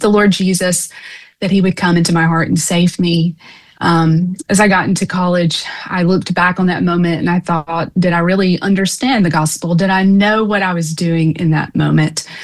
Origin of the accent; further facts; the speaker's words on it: Florence, Alabama, United States; moved away as an adult; also born or lived in Tuscumbia, Alabama; now in Birmingham, United States; I am originally from Florence, Alabama, born and raised in Florence, and then lived across the river in Tuscumbia. So North Alabama girl. I currently reside with my husband in Birmingham, Alabama